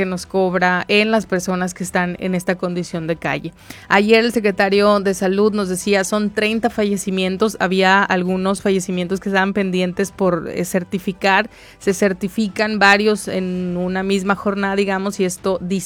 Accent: Mexicali, Baja California, Mexico; los que somos de Mexicali

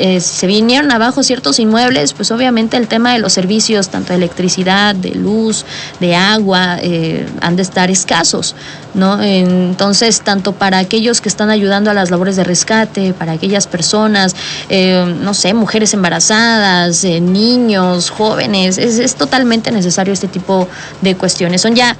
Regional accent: Mexico

